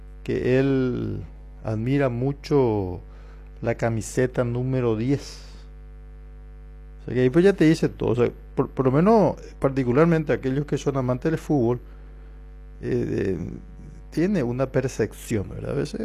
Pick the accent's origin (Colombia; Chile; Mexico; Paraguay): Paraguay